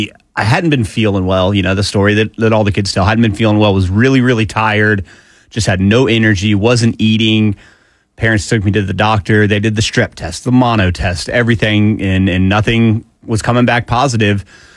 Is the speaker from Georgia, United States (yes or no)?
yes; Alpharetta, Georgia, United States; I grew up in Alpharetta. I was 20 minutes from Scottish Rite.